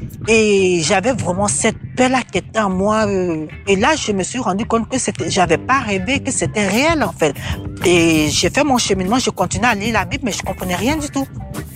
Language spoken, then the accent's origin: French; Côte d’Ivoire; moved away as an adult; now in France; je suis originaire de la Côte d'Ivoire. J'étais musulmane, je viens d'une famille musulmane pratiquante. Et quand je suis venue en 90 en France